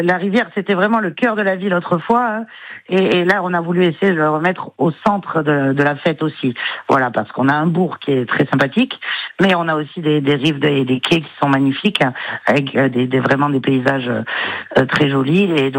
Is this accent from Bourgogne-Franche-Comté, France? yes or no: no; Port-Sainte-Foy, Nouvelle-Aquitaine, France; Effectivement, moi, j'ai toujours grandi là, j'ai vécu là, et puis je suis encore là et j'y resterai jusqu'à la fin de.